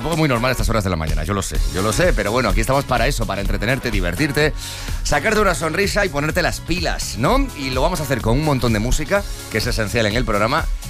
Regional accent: Spain; somos nosotros los españoles

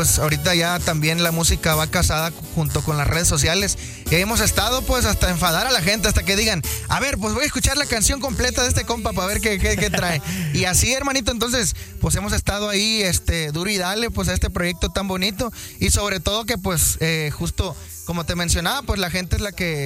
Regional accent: Loma Bonita, Oaxaca, Mexico; también en mi tierra, canal, en Loma Bonita, Oaxaca.

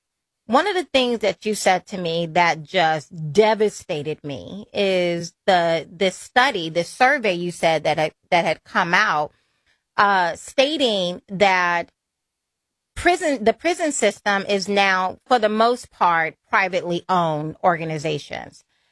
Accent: Alabama, United States; moved away; It's making me feel like I'm back at home in Alabama.

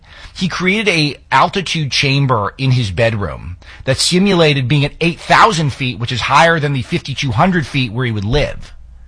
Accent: United States; It's not that accessible as a American sports watcher to see a game where a team could be dominating and the score was still 0-0.

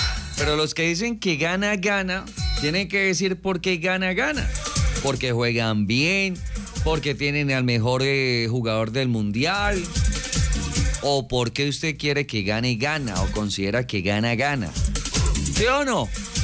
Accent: Colombia; Yo también soy orgullosamente colombiano, mi amor.

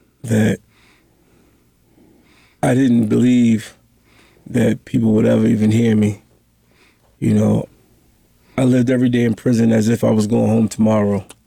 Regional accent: Baltimore, Maryland, United States; Yeah, I was born in Baltimore, around the Poplar Grove area. Grew up.

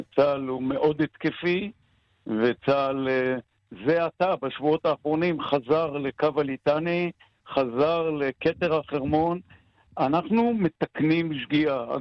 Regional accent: Ein Gev, Northern District, Israel; מאז שאני זוכר את עצמי כנער בקיבוץ עין גב, והסורים מעל הראש שלנו.

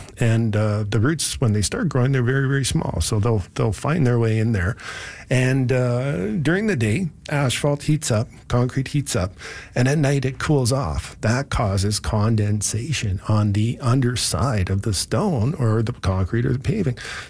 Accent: Calgary, Alberta, Canada; First of all, shout out to Bowness, my old stomping grounds. I grew up in Bowness, went to Bowness High.

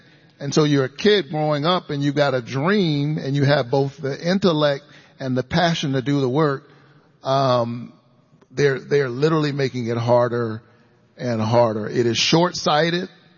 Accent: Savannah, Georgia, United States; I grew up in Caton Homes on Cape Street, which is now named Raphael Warnock Way.

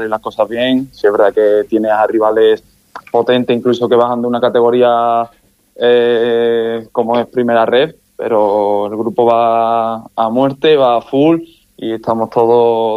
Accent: Huelva, Andalusia, Spain; also born or lived in Galicia / Burgos / Madrid; de donde yo vengo, de Huelva, por el tema de tiempo, de playa, pero he estado en Galicia, he estado en Burgos, he estado también viviendo en Madrid

